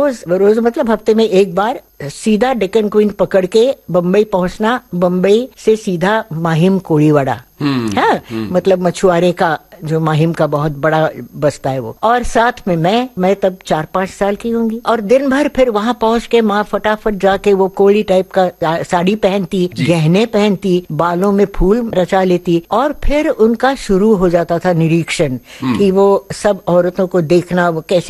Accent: Lucknow, Uttar Pradesh, India; born there; Lucknow university के भी, और इसलिए लखनऊ में मेरी पैदाइश लखनऊ की है।

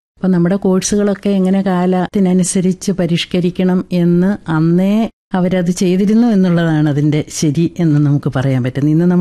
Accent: Elamkulam, Kerala, India; എന്റെ സ്വദേശം കാഞ്ഞിരപ്പള്ളിക്കും പാലായിക്കും ഇടയ്ക്കുള്ള ഇളങ്കുളം എന്ന് പറഞ്ഞ സ്ഥലമാണ്. ഞാൻ കാഞ്ഞിരപ്പള്ളി കോളേജിലാണ് പ്രീ ഡിഗ്രി പഠിച്ചത്.

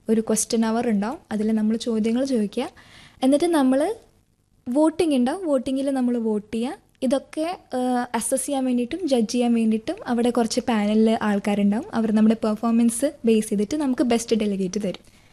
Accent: Kerala, India; moved away; also born or lived in North India; ഞാൻ ഇങ്ങനെ നോർത്തിലായിരുന്നു, അതുകൊണ്ട് എനിക്ക് ഈ ലാംഗ്വേജ് കുറച്ചും കൂടി ഫ്ലുവൻസി ഉണ്ട്. അപ്പോൾ പറഞ്ഞു നിന്നെ കണ്ടാൽ തോന്നില്ലല്ലോ, ഞാൻ പറഞ്ഞു ഞാൻ മലയാളിയാണ്, കണ്ടാൽ തോന്നിട്ടുണ്ട് എനിക്ക് ഹിന്ദി അറിയാം.

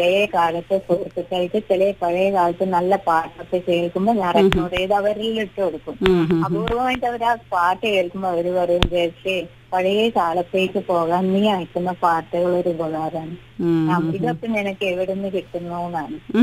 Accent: Kannur, Kerala, India; moved away as an adult; now in Kadavallur, India; എന്റെ നാട് കണ്ണൂരാണ്.

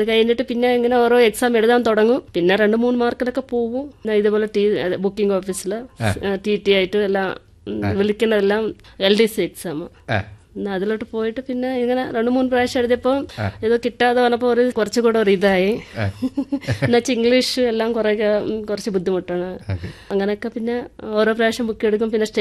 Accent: Andhra Pradesh, India; Malayalam is a second language; moved away; Andhra Pradesh.

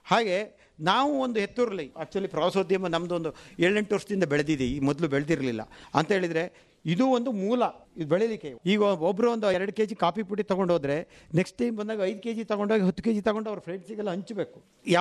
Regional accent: Sakleshpur, Karnataka, India; ನಮ್ಮ ಮಲೆನಾಡು ಭಾಗದಲ್ಲಿ ಅದು ಈ ಸಕಲೇಶ್ಪುರ ಭಾಗದಲ್ಲಿ

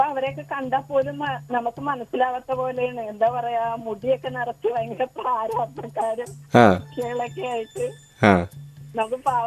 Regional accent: Kerala, India; ജനിച്ചു വളർന്ന് അത്രയും കാലമായിട്ട് പോലും ഞങ്ങളുടെ അകത്ത് വെള്ളം കയറിയിട്ടില്ല. മുറ്റത്ത് തന്നെ പെരിയാറാ നമ്മുടെ പെരിയാർ പുഴ.

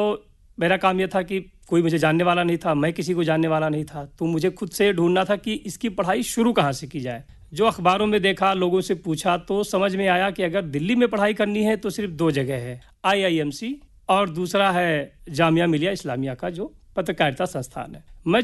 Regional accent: Gonda, Uttar Pradesh, India; अगर मैं अपने शहर को देखता हूं, जहां से मैं आता हूं, मेरा शहर है गोंडा, जो यूपी का काफी पिछड़ा हुआ इलाका, तब तो बहुत था, आज भी वो पिछड़े इलाकों में ही नाम आता है।

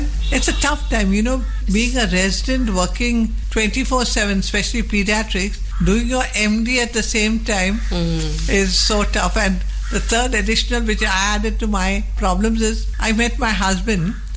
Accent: Karnataka, India; English is a second language; they were surprised that I could even speak English because I came from Karnataka. You know, wondering which part I came from.

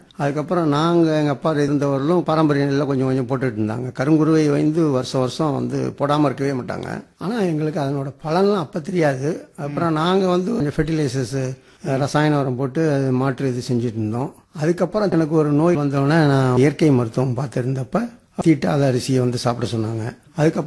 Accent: Thanjavur, Tamil Nadu, India; நான் தஞ்சாவூர் சேர்ந்தவன்.

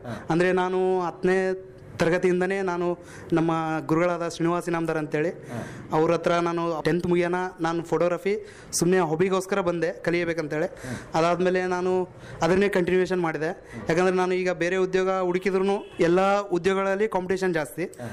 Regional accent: Raichur, Karnataka, India; also born or lived in Sangavara, Shahapur taluk, Yadgir district; ನಾವು ನಮ್ಮ ತಂದೆಯವರು ನಾನು ಚಿಕ್ಕವನಿದ್ದಾಗೆ ಬಂದು ಇಲ್ಲಿ ರಾಯಚೂರಲ್ಲಿ ಬಂದು ಒಂದು ಕೂಲಿ ಕೆಲಸಗಳನ್ನು ಮಾಡ್ತಿದ್ರು.

